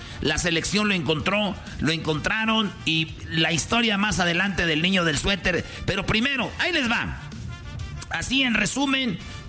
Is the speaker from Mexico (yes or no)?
yes; Mexico; yo como mexicano me emociono